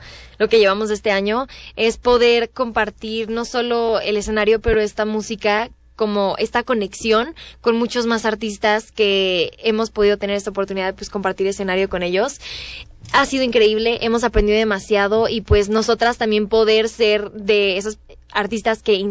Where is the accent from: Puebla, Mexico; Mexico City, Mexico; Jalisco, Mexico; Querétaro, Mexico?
Querétaro, Mexico; Pues, nosotras somos queretanas. Las cuatro somos dos pares de hermanas queretanas.